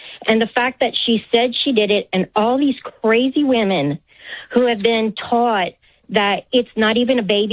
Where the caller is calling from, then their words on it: Louisiana, United States; So, I'm from Louisiana